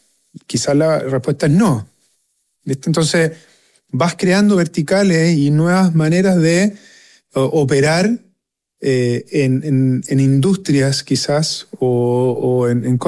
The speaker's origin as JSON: {"language": "Spanish", "country": "Chile"}